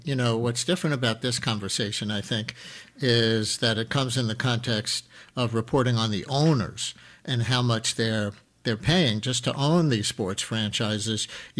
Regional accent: Queens, New York, United States; Hey, I grew up in Queens. I love the Mets.

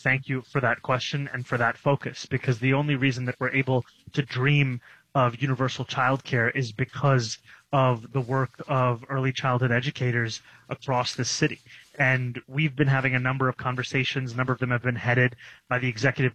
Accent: New York City, New York, United States; growing up in New York City

